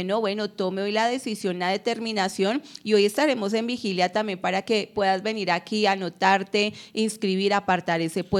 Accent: Colombia; por nuestra nación, por nuestra Colombia, porque también es nuestro deber como ciudadanos, como colombianos, de orar por nuestra nación.

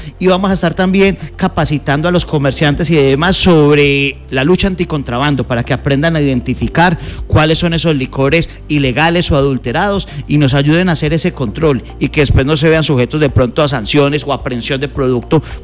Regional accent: Manzanares, Caldas, Colombia; Yo me siento como en mi tierra, yo soy de Manzanares

